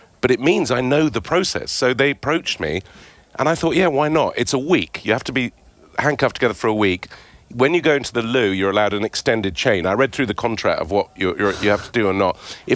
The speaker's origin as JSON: {"language": "English", "town": "Beirut", "region": "Beirut Governorate", "country": "Lebanon", "tie": "born or raised there", "lives_now": "England", "said": "when I grew up in Beirut, obviously, as I natter on about a lot. But when first time I came to England, really, in 77, it was my granny's 90th birthday"}